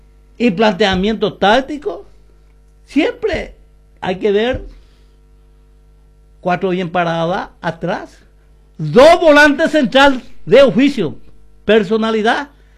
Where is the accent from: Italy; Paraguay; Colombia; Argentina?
Paraguay; somos paraguayos